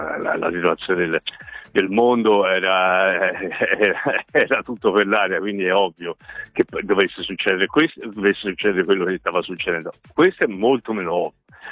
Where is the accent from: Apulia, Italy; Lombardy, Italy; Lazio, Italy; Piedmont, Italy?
Piedmont, Italy; per dirlo da piemontese